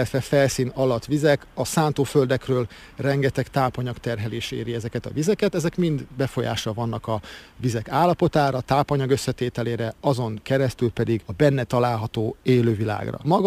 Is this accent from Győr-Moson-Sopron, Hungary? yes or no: no; Miskolc, Borsod-Abaúj-Zemplén, Hungary; moved away as an adult; now in Debrecen, Hungary; én ugye Debrecenben lakom, Debrecenben élek, ott dolgozom, de innen Miskolc környékéről származom, itt töltöttem a gimnazista éveimet Miskolcon.